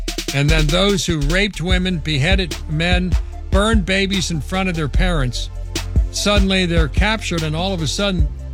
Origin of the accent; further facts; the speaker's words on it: Ireland; I'm an Irishman. I don't care much for the English because they took six of our counties and refused to give it back.